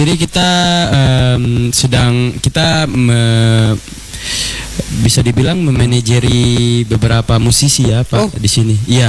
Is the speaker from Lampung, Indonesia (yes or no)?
no; Papua, Indonesia; Kebetulan saya juga OAP, cuman mama saya orang Jawa kan, bapak saya orang Papua.